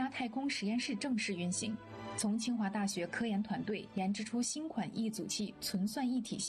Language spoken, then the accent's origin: Chinese; China; 更看到了我们中国人奋进向未来的决心和力量